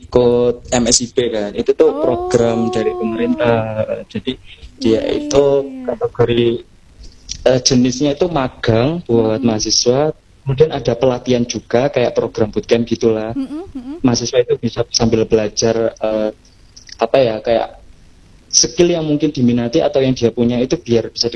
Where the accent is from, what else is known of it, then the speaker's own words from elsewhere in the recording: Lamongan, East Java, Indonesia; Terus asal saya itu dari Kecamatan Laren, Lamongan.